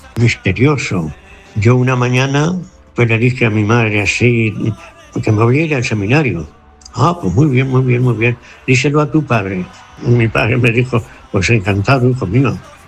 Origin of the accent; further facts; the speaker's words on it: Fuente el Fresno, Castilla-La Mancha, Spain; moved away as an adult; also born or lived in Villarrubia de los Ojos / San Lorenzo de Calatrava; soy de Fuente del Fresno y nací en el año 1939.